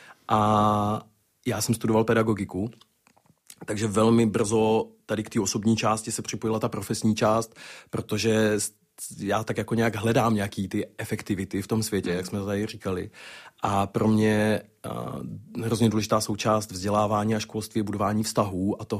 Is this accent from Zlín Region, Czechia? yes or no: yes; Zlín Region, Czechia; A já jsem kluk z Valašska